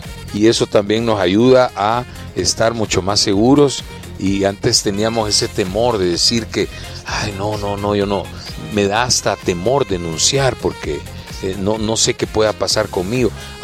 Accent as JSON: {"language": "Spanish", "country": "El Salvador", "said": "cada vez estamos constatando los salvadoreños que estamos acá, que disfrutamos del país."}